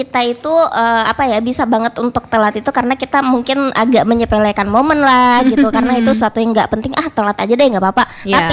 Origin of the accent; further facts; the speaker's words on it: East Kalimantan, Indonesia; Atau aku juga di daerah aku itu tuh ada satu tempat wisata yang cukup terkenal namanya Gunung Es.